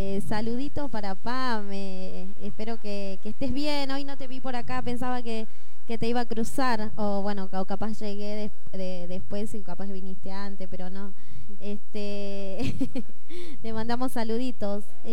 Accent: Argentina; así somos los argentinos, muy apasionados

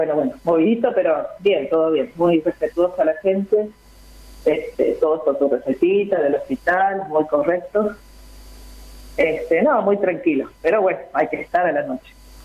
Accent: San Luis, Argentina; moved away as an adult; also born or lived in Villa Gesell; now in General Madariaga, Argentina; Sí, yo vengo de San Luis. Hace 20 años me instalé en Villa Gesell. Y bueno, ahora llegué acá, a Madariaga.

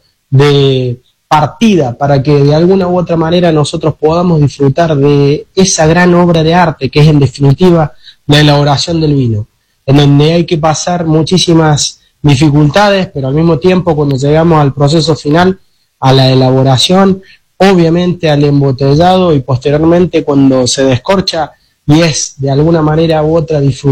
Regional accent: Córdoba, Argentina; como cordobés tengo el pecho inflado de ver vinos de mi querida provincia

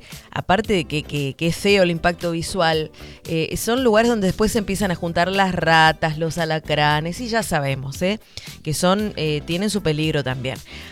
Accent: Buenos Aires, Argentina; born there; Bueno, 1941, nací en Buenos Aires.

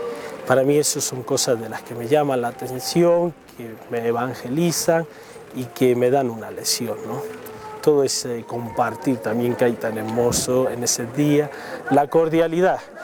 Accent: Almería, Andalusia, Spain; moved away; Soy oriundo de Andalucía, Almería.

